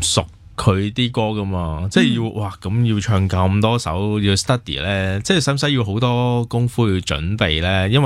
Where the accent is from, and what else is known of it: Hong Kong